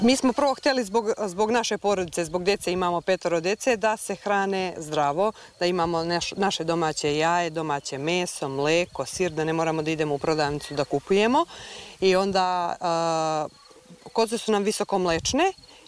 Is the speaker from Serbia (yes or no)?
yes; Prijepolje, Šumadija and Western Serbia, Serbia; now in Šumadija, Serbia; to je tradicionalna proizvodnja kod nas u Prijepolju, tako je moja baba spremala, mama, ne znam, prabaka iz priče. I meni je taj sir nekako najlepši. Ovdje u Šumadiji se pravi drugačije